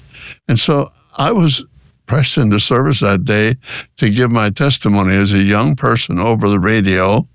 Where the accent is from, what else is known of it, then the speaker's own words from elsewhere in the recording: Illinois, United States; now in South County, St. Louis, United States; I'm living here in South County. I grew up in Illinois, and this is my home now.